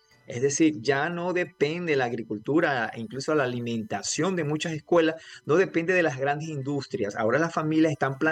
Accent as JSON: {"language": "Spanish", "country": "Venezuela", "moved": "as an adult", "lives_now": "Brazil", "said": "yo soy venezolano viviendo en Brasil a más de 10 años."}